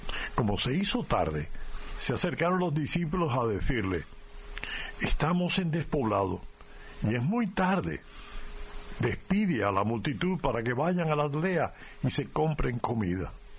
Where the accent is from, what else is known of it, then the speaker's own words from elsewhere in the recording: Cuba; moved away; No, en Cuba ya una vez que salí de Cuba...